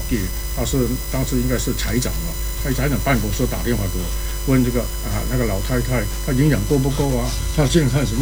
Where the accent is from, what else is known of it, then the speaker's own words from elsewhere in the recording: Malaysia; 我是讲讲我的背景，我是马来西亚长大的，马来西亚啊